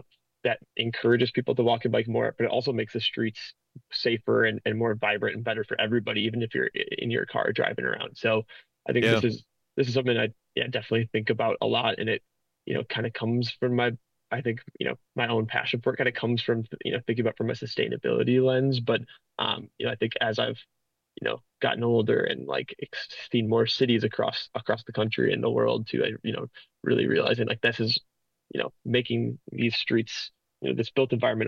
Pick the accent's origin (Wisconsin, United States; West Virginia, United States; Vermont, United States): Wisconsin, United States; Greendale; So I'm from Greendale, so suburban, South Milwaukee County. Grew up there.